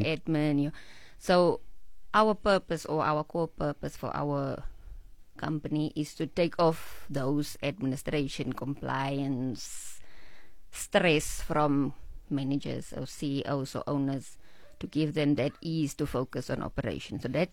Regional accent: Kuruman, Northern Cape, South Africa; I was born in Kuruman. I studied there, everything was there, so I never left Kuruman.

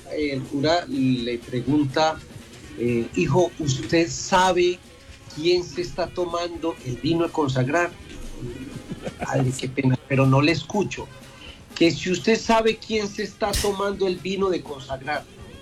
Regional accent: Entrerríos, Antioquia, Colombia; Caramanchuma, Entre Ríos. Que es mi pueblo.

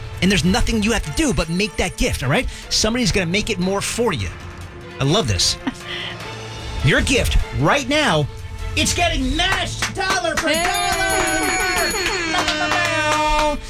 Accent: New Jersey, United States; moved away; because I'm from New Jersey.

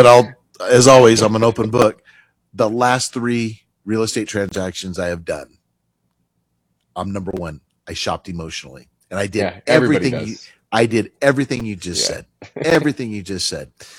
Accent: Reno, Nevada, United States; moved away; So we're living in Bakersfield. I told the family, like, I'm going to take you back to my hometown of Reno, right?

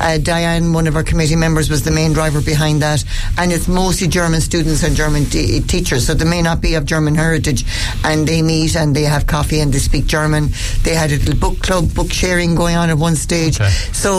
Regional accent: Ireland; We're Irish

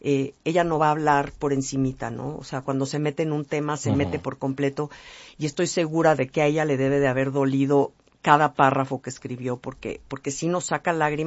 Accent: Mexico; Me da pena salir a la calle y decir soy mexicana

